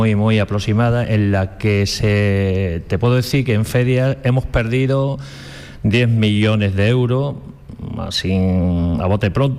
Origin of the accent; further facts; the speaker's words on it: Ceuta, Spain; y mi padre es de Baza, Granada. La mayoría de nosotros, ceutíes, tenemos los padres andaluces y nosotros nos sentimos tal cual.